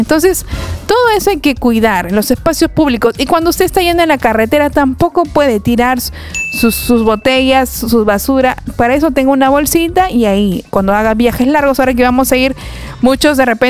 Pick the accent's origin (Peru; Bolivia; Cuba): Peru; cada uno responsable como buen ciudadano peruano podemos hacer para mejorar nuestro país.